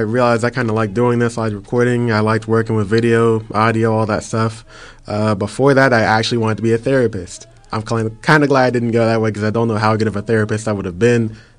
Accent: Penn Hills, Pennsylvania, United States; I'm a senior at Clayton University, born and raised in Penn Hills, went all the way through Penn Hills up until I graduated high school.

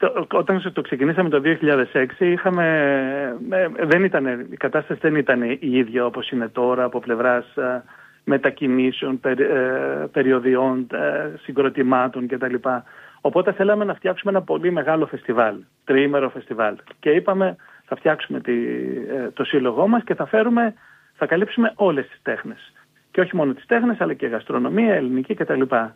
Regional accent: Greece; moved away as an adult; now in Luxembourg; Εγώ έφυγα από την Ελλάδα το 1992 και από τότε είμαι στο Λουξεμβούργο, δουλεύω στα ευρωπαϊκά όργανα

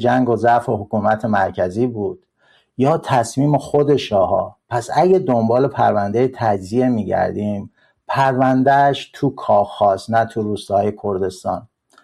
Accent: Kurdish regions of Iran, Iran; استانهای کردنشین سالهاست جز محروم ترین و بیکارترین استانها

